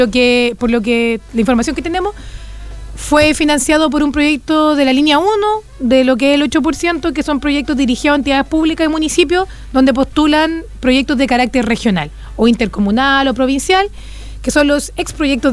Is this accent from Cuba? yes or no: no; Chile; Como todo chileno y chilena